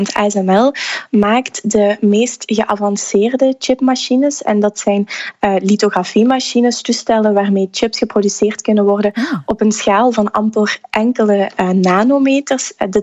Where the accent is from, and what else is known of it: Belgium